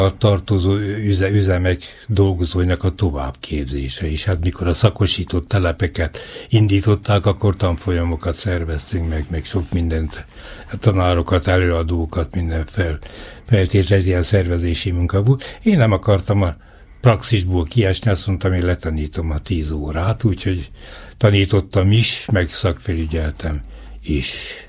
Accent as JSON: {"language": "Hungarian", "town": "Eger", "region": "Heves", "country": "Hungary", "tie": "born or raised there", "said": "Érdekes dolog, hogy tőzsgyökeres egriként a fiam Sopronba, a lányom meg Zalaegerszegen született"}